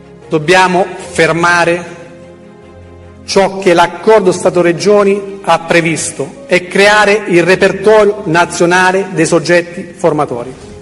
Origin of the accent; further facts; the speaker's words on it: Basilicata, Italy; Sant'Arcangelo in Basilicata, nella mia terra